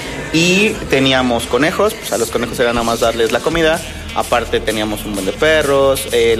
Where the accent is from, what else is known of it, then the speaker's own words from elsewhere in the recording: Toluca, State of Mexico, Mexico; moved away; yo de pequeño vivía en Toluca.